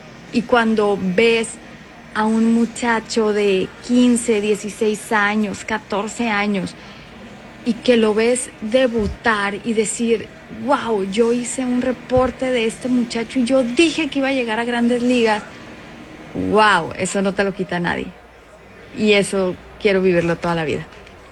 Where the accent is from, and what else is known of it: Mexico